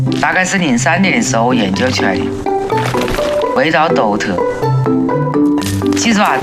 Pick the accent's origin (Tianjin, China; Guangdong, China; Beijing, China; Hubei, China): Hubei, China; Wuhan; 我的性格，我觉得就是代表武汉人的性格